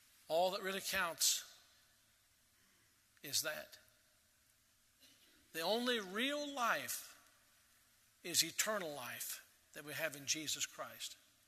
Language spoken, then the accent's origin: English; United States; Yes, I'm an American